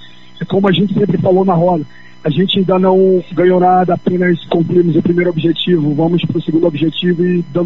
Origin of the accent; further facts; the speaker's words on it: Maceió, Alagoas, Brazil; Sou de Maceió.